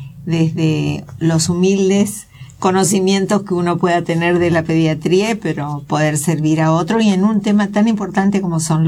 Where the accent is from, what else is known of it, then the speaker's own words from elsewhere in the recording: Corrientes, Argentina; moved away as an adult; also born or lived in Posadas, Misiones; now in Concepción, Argentina; Yo llegué acá a Concepción, yo soy de Corrientes y me casé en el año 1987. De 1983 a 1987 hice la residencia de pediatría en Misiones, en Posadas, porque estaba mi hermana ahí. Y del 87 me vine para acá